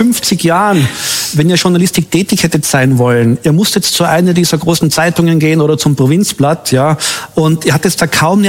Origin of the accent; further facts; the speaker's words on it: Tyrol, Austria; moved away; ich komme ja ursprünglich aus Tirol